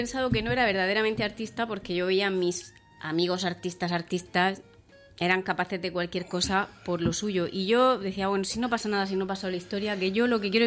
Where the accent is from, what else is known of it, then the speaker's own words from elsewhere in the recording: Murcia, Region of Murcia, Spain; also born or lived in Valencia; somos murcianas, porque éramos tres compañeras de piso. Fuimos a decirle que éramos de Murcia.